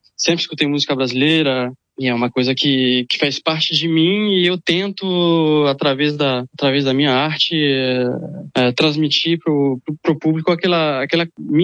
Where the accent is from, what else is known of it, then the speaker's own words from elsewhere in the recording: France; also born or lived in Brazil; Eu sou francês, apaixonado pelo Brasil. vivi assim, boa parte da minha infância no Brasil e foi uma coisa que me marcou.